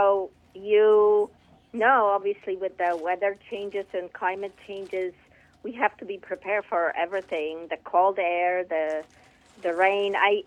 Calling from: Bellingham, Washington, United States; I'm calling from Bellingham, Washington

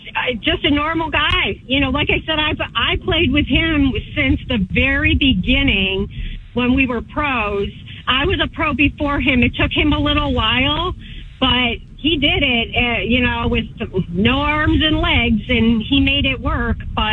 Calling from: Ohio, United States; Well, I'm from Ohio, so.

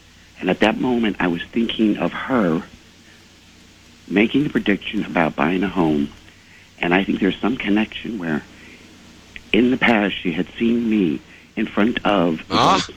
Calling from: New Jersey, United States; I'm calling from New Jersey.

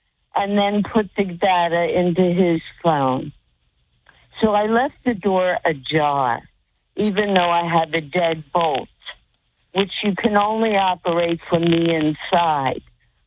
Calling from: New Jersey, United States; I'm calling from South Jersey

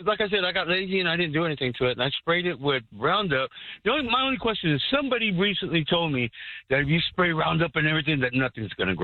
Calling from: Lytle, Texas, United States; I live right outside of Lytle.

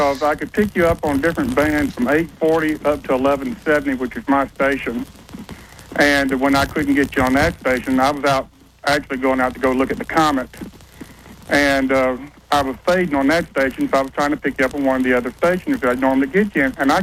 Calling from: Montgomery, Alabama, United States; I'm calling from Montgomery, Alabama.

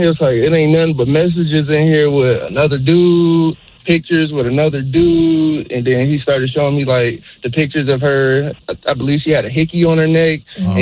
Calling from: Marietta, California, United States; I'm calling from Marietta.

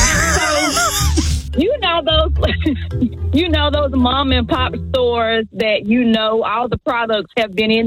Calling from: Tuscaloosa, Alabama, United States

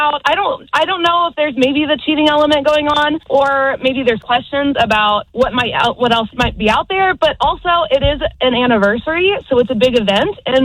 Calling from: Enid, Oklahoma, United States; from Enid.

